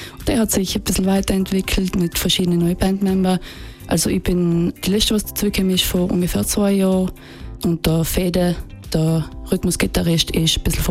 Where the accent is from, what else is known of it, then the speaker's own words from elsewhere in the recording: Bruneck, Trentino-Alto Adige, Italy; ich bin aus Bruneck, aus Aufhofen eigentlich. Ich bin Grundschullehrerin, ich bin 28 Jahre alt